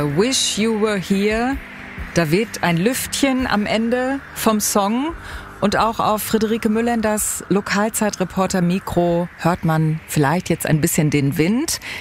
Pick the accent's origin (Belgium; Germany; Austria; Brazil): Germany; Oberweser; Ich habe ja gerade gesagt, das erinnert mich ein bisschen an die Oberweser, da wo ich herkomme.